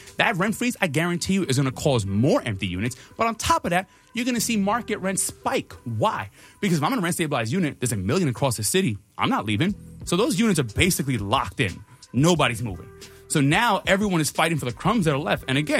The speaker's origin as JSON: {"language": "English", "town": "New York City", "region": "New York", "country": "United States", "said": "I'm from the Bronx"}